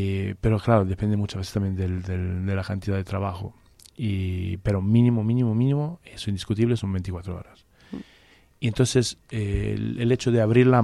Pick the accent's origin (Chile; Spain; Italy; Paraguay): Italy; Piedmont; Spanish is a second language; Y, por ejemplo, de donde vengo yo, del Piemonte, se hace mucho, hay mucha carne, bueno, brasada, cocinada lentamente, estofados.